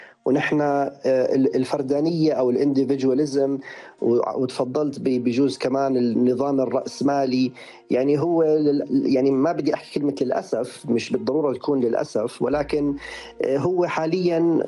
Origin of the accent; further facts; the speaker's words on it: Amman, Amman Governorate, Jordan; ومحطوط على رأس جبل عندنا بعمان